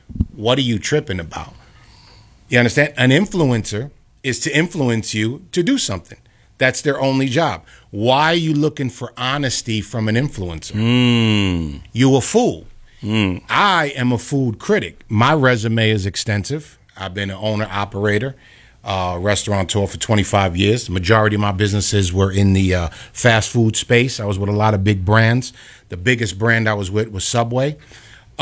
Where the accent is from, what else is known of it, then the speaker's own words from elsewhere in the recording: New York, United States; born there; even growing up in New York